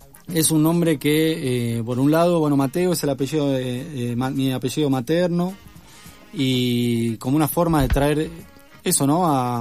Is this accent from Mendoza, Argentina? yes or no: no; Tucumán, Argentina; moved away; yo soy de Tucumán y estos amigos son de algunos de Jujuy y otros también de Tucumán